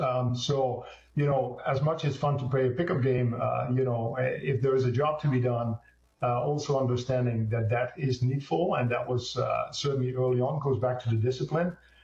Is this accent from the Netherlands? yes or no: yes; eastern Netherlands, Netherlands; English is a second language